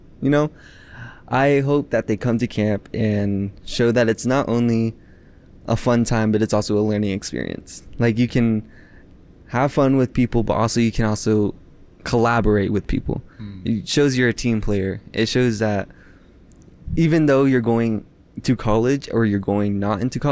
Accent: Aneth, Utah, United States; I'm from Aneth, Utah, which is on the Navajo Reservation

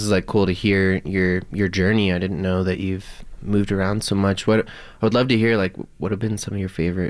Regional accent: Utah, United States; I'm from Weber County, so, you know, north folks.

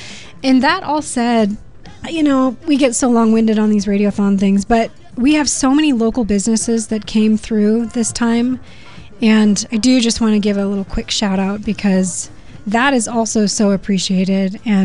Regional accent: the Bay Area, California, United States; moved away; But we're all from the Bay.

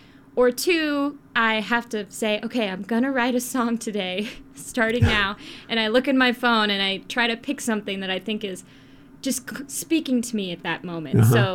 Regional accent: Batesville, Indiana, United States; Let's see. Batesville, Indiana. That's my hometown. Woo woo. Shout out Batesville.

